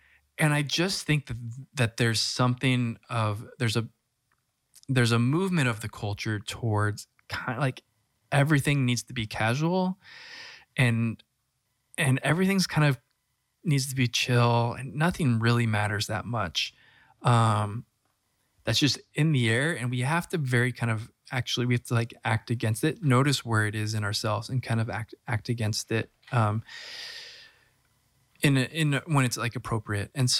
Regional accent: California, United States; I'm from Southern California, where there's a high sort of emphasis on being cool

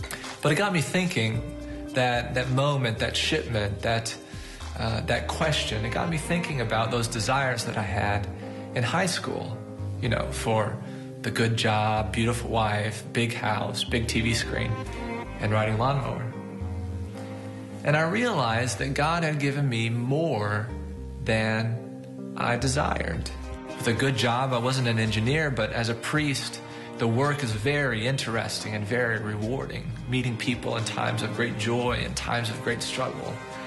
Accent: Owensboro, Kentucky, United States; I'm originally from Owensboro, and I'm presently a priest at Saints Joseph and Paul in Owensboro, Kentucky.

